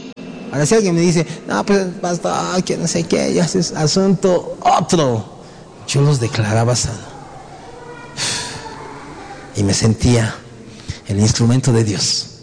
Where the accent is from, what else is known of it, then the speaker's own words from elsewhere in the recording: Bolivia; somos bolivianos